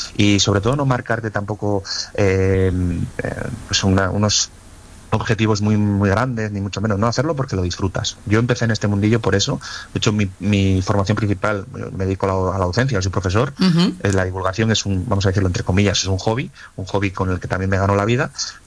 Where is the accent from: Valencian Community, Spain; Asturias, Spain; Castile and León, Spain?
Asturias, Spain; yo ya hice una confesión antes, que yo soy asturiano